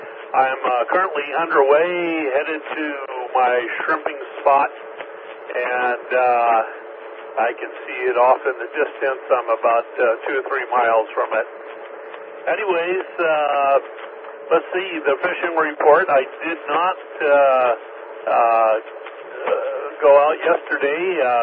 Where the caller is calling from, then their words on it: Valdez, Alaska, United States; It's 43 degrees here in Valdez out on the water